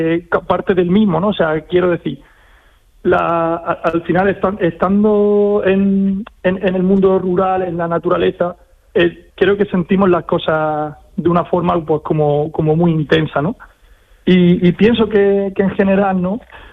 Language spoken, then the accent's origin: Spanish; Andalusia, Spain; O sea que yo siempre que sea en Andalucía sé que voy a pasármelo bien, porque estoy en casa, ¿no? Y me siento arraigado a mi tierra